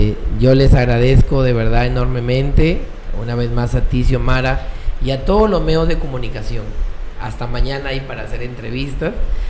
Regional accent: Tambogrande, Piura, Peru; a mi pueblo Tambo Grande

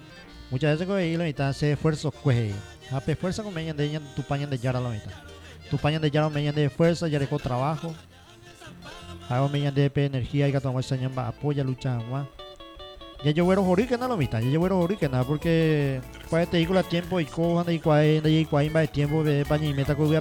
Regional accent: Paraguay; que somos paraguayos, que somos cristianos, que somos hijos de Dios.

